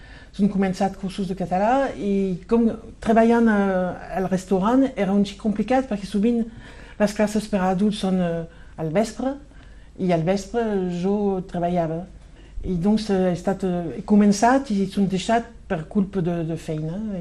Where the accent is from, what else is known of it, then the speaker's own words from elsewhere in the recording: France; accent: French; Catalan is a second language; tinc un accent francès, no?